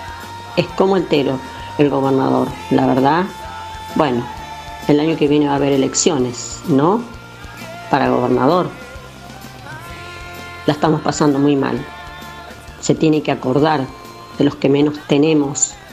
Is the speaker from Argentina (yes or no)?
yes; Argentina; No se preocupó porque somos argentinos que lo estamos pasando muy mal, muy mal.